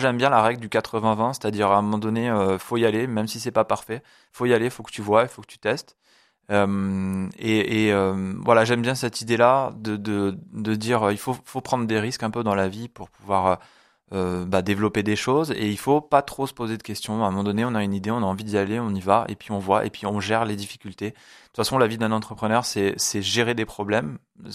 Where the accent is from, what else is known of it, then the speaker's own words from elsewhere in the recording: Avignon, Provence-Alpes-Côte d'Azur, France; moved away; moi je suis originaire d'Avignon, j'ai vécu de nombreuses années à Avignon et j'avais cette volonté aussi de revenir ici pour créer mon entreprise ici.